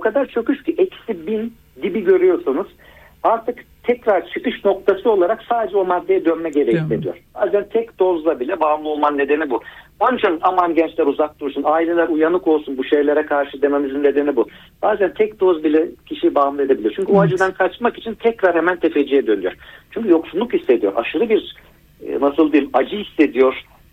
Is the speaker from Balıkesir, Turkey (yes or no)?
no; Trabzon, Turkey; ama ben de Trabzonluyum. Karadeniz olarak babamın bir kayığı var.